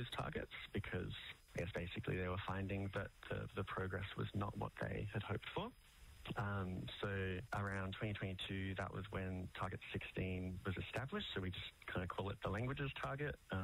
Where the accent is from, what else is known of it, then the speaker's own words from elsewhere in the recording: Canberra, Australian Capital Territory, Australia; But I grew up here on Ngunnawal country in Canberra, where Zoe and I are both calling from.